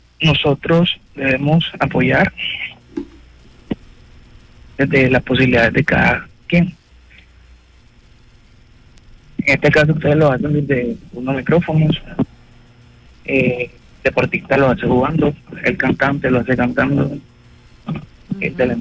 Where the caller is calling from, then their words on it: Colombia; Nosotros, como colombianos, creo que somos más o menos 50 millones de colombianos.